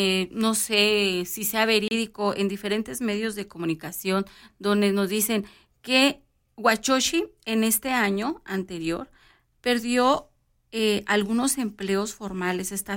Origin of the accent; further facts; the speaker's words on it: Mexico; nosotros como buenos mexicanos